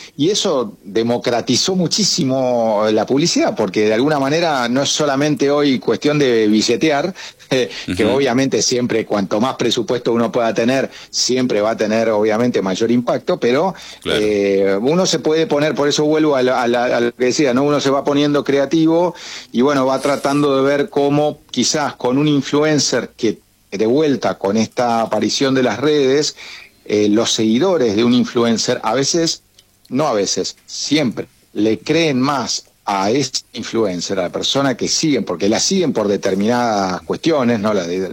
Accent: Argentina

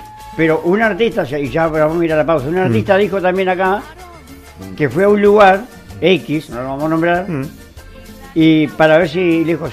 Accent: Maldonado, Uruguay

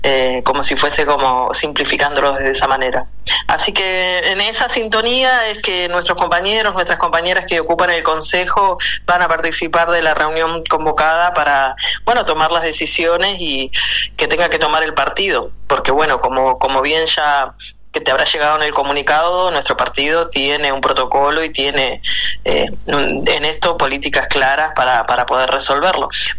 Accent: Argentina; nuestra historia como argentinos, como argentinas.

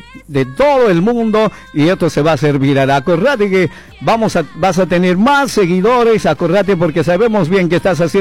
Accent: Bolivia; now in Buenos Aires, Argentina; porque igual somos bolivianos y siempre apoyando a lo nuestro acá, de Buenos Aires, Argentina.

